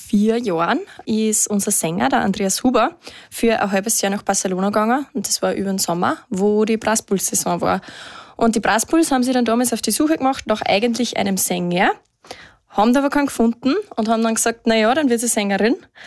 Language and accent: German; Rainbach im Innkreis, Upper Austria, Austria; accent: Schärding district dialect; moved away as an adult; now in Linz, Austria; Ich komme eigentlich aus Rheinbach im Innkreis, gehört schon zum Sauwald dazu, ist ein Randgebiet. Und ja, bin dort aufgewachsen, bin dann mit 18 für mein Musikstudium nach Linz gezogen, wohne seitdem in Linz, aber mein Herz ist immer noch so zu einem sehr großen Teil in Schärding daheim.